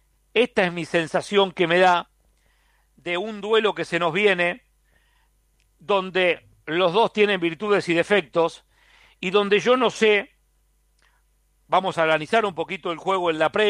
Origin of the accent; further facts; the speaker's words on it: Argentina; 21:23 en mi Argentina, en mi país, que extraño tanto